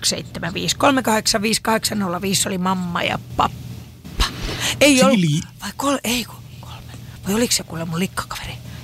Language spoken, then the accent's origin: Finnish; Kajaani, Kainuu, Finland; born there; moved away; Meillä Kajaanissa asuessa lapsena puhuttiin vinkkeleistä.